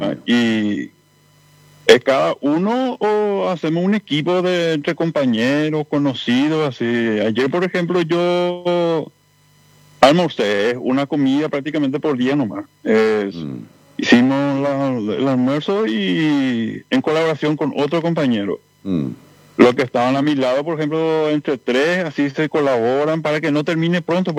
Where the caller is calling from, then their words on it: Paraguay; acá en su mayoría somos paraguayos los que estamos acá